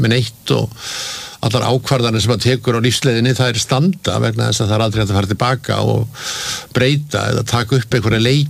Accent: Reykjavík, Capital Region, Iceland; Já, ég sko alveg upp í Laugarneskverfinu og, og, og hérna bjóð þar þegar ég var ungur

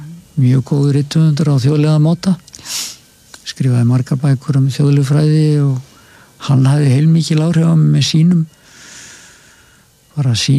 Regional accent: Eastern Region, Iceland; ég er alveg austfyrðingur. Föður fólki sem sagt að Borgarfjörð líka og svo ofan að héraði úr Hjaltastaði þingáni

